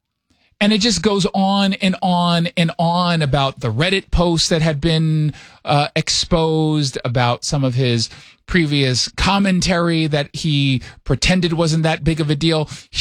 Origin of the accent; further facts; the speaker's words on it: Maine, United States; Advocating for working people of Maine has driven me since my days as a commercial lobster boat captain and continue to drive me as a state legislature.